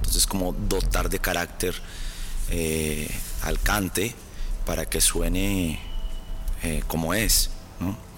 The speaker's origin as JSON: {"language": "Spanish", "country": "Mexico", "said": "yo no nací allá, no nací en Andalucía, soy mexicano"}